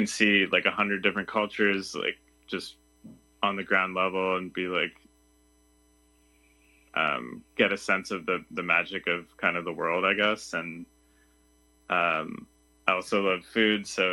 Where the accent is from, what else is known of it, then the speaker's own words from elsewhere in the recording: Ottawa, Ontario, Canada; now in Toronto, Canada; I mean, I grew up in Ottawa, but I've spent the last like 15 years, 16 years in Toronto.